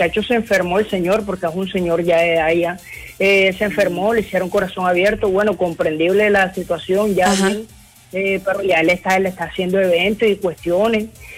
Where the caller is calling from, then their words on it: Soledad, Atlántico, Colombia; de la ciudad de Barranquilla, municipio Soledad.